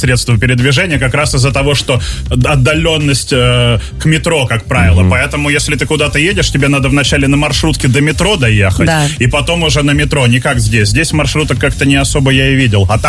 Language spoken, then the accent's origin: Russian; Saint Petersburg, Russia; Но я ездил, я просто тоже из Питера. Ну, я на Просвете жил, но в Озерках ездил на Выборгскую.